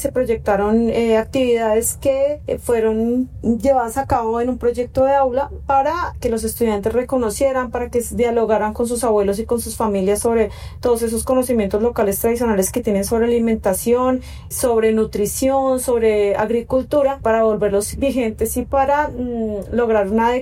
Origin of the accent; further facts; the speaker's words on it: Bogotá, Colombia; also born or lived in Fusagasugá; Soy una mujer que ha vivido casi toda su vida acá en la ciudad de Bogotá. Yo nací en Fusagasugá, pero he vivido en Bogotá gran parte de mi tiempo